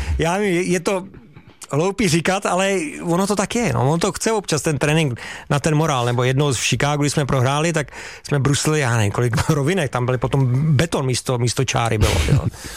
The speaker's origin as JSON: {"language": "Czech", "town": "Hradec Králové", "region": "Hradec Králové Region", "country": "Czechia", "tie": "born or raised there", "also_born_or_lived": "Havlíčkův Brod"}